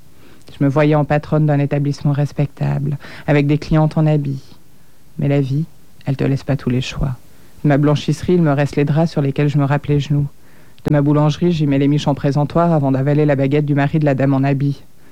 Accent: Geneva, Switzerland; born there; Je suis née au Pâquis

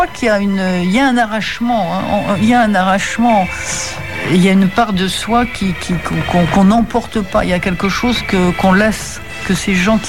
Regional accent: France; born there; Moi, je suis née en France, je suis complètement française, j'ai une part italienne, mais encore une fois, elle n'ampute pas du tout le fait que je sois française.

